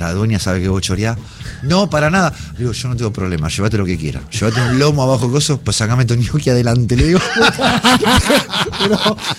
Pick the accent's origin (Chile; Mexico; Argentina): Argentina; Buenos Aires; born there; todo lo que nacimos en Palermo.